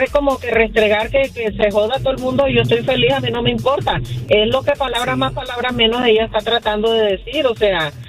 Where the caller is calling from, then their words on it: Colombia; No, yo soy colombiana.